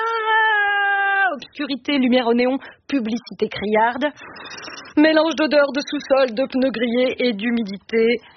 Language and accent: French; Paris, Île-de-France, France; born there; je suis née à Paname, là où ça grouille, mais pas d'insectes, de gens et de rats.